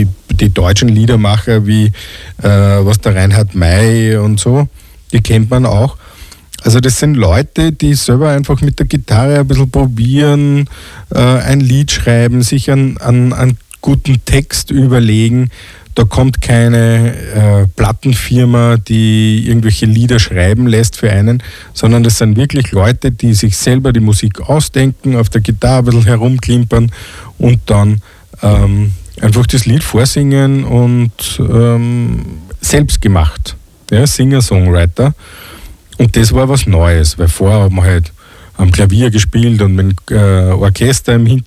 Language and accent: German; Vienna, Austria